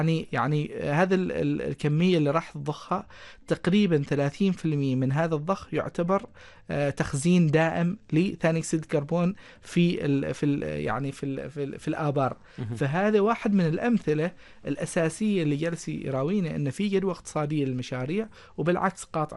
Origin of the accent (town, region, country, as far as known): Oman